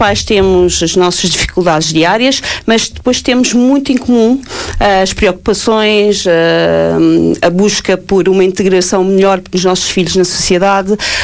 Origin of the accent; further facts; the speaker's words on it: Lisbon, Portugal; now in Arcos de Valdevez, Portugal; Sou natural de Lisboa, mas estamos cá.